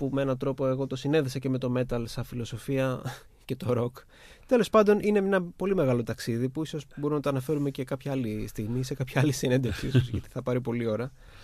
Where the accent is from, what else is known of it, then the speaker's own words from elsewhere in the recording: Athens, Attica, Greece; επειδή μεγάλωσα στην Αθήνα, δηλαδή είχα μια ζωή πάντα στην πόλη, δεν είχα αυστηρά ριζωμένη μέσα μου κάποια μουσική παράδοση.